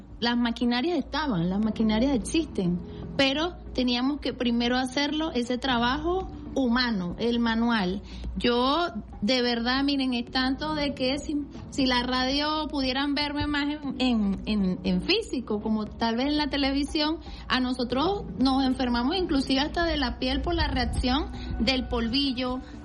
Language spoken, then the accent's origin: Spanish; Venezuela; now in Caracas, Venezuela